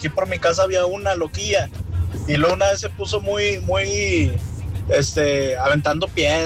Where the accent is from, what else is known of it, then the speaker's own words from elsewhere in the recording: Guadalupe, Nuevo León, Mexico; yo soy de acá, de Guadalupe, pegado a Juárez, en la división.